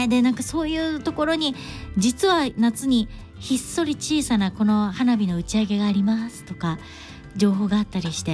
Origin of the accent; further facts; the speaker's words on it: Takarazuka, Hyogo, Japan; moved away; うちの地元兵庫県宝塚市の結構山の方なんですけど、まあ住宅地で